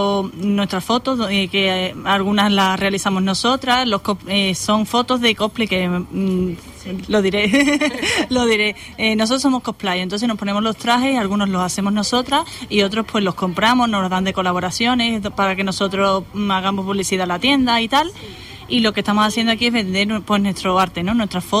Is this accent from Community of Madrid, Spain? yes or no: no; Seville, Andalusia, Spain